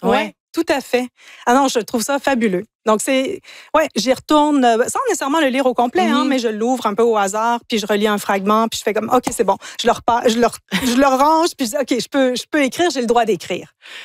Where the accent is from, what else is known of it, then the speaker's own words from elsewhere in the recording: Ontario, Canada; first language English; also born or lived in United States / England; Moi, je suis franco-ontarienne au départ, donc j'ai grandi dans l'univers anglophone. J'ai vécu aux États-Unis, en Angleterre. Donc, l'anglais, c'est un peu ma langue maternelle d'une bizarre de façon.